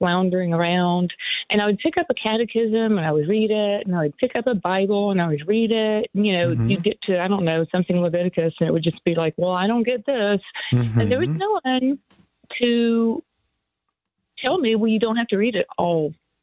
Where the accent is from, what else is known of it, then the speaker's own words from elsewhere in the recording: Charleston, South Carolina, United States; No, no. I was born in North Carolina. My father was Air Force and spent 20 years as a pilot. We moved around a lot.